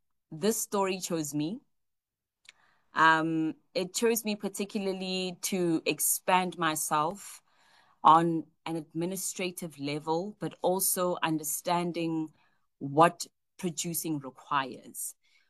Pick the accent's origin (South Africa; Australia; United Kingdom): South Africa; who I am as a South African.